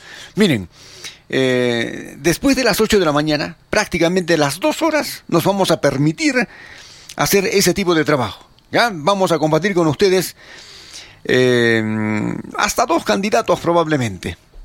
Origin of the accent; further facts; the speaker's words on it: Peru; el grueso de peruanos, ¿no?, tenemos